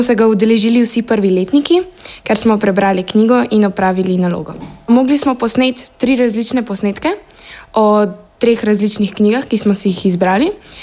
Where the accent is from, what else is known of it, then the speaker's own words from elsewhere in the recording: Ljubljana, Central Slovenia, Slovenia; prihajam iz Ljubljane, iz Slovenije.